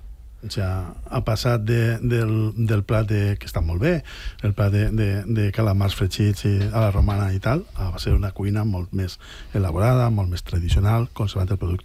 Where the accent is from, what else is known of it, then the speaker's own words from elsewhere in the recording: Oliva, Valencian Community, Spain; Oliva és un potencial gastronòmic. O sea, jo... amb el meu poble.